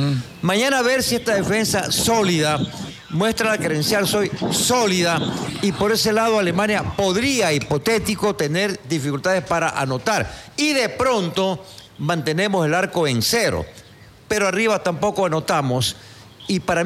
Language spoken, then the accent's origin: Spanish; Ecuador; Como ecuatoriano, y que no puedo renegar de mi país